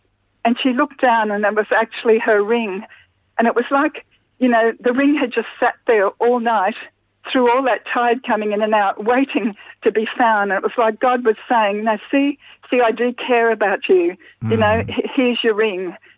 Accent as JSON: {"language": "English", "town": "Brisbane", "region": "Queensland", "country": "Australia", "tie": "born or raised there", "said": "I grew up in Brisbane in the 50s and 60s"}